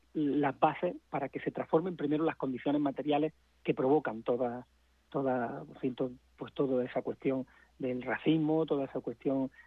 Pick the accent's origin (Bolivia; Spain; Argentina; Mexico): Spain; Andalusia; Yo me siento absolutamente, vamos, a gusto con mi acento, y me siento una persona que habla como hablaban mis ancestros, con una trayectoria, una cultura de siglo impregnada en el velo del paladar, ¿no? Y que tenemos que reivindicar, porque es una forma de hablar. Andalucía tiene distintas